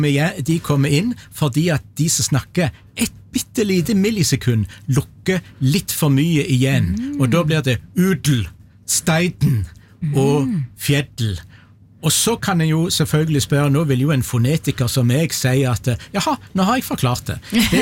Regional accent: Egersund, Rogaland, Norway; men i Egersund, der jeg kommer ifra, hvis du drikker litt for mye om lørdagen, så blir du fremdeles fodle.

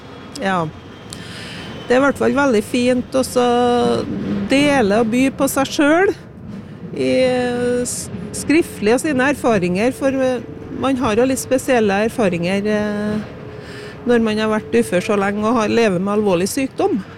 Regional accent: Trøndelag, Norway; now in Orkanger, Norway; Laksøybygda I Orskland kommune, litt sør-vest for Trondheim.

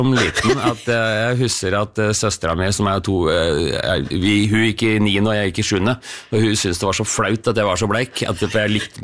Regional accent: Eina, Innlandet, Norway; born or raised there; moved away

